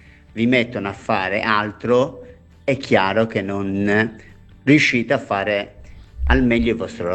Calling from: Varese, Lombardy, Italy

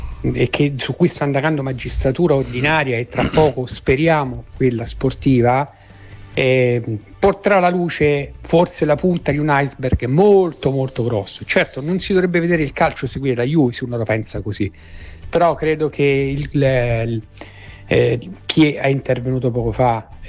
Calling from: Viterbo, Lazio, Italy; da Viterbo

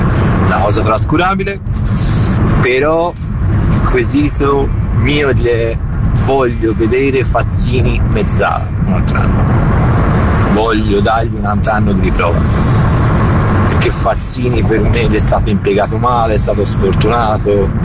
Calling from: Prato, Tuscany, Italy

